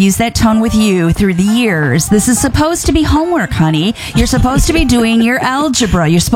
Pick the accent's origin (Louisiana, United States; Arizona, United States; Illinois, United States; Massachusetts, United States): Illinois, United States; Mount Prospect; That's my hometown.